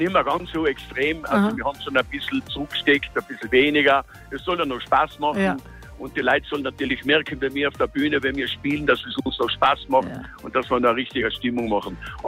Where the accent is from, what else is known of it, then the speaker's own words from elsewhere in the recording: Kals am Großglockner, Tyrol, Austria; born there; weil wir sind, der Hans und ich sind eigentlich gebürtige Kalser.